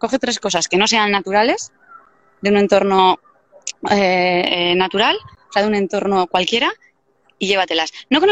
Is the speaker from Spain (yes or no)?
yes; Deba, Basque Country, Spain; born there